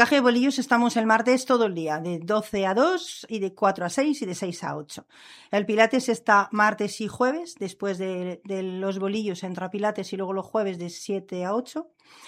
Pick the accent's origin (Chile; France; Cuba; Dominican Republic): France; Spanish is a second language; now in San Sebastián de los Reyes, Spain; Yo soy francesa, no había estudiado español, no estaba predispuesta a venir a vivir aquí para nada.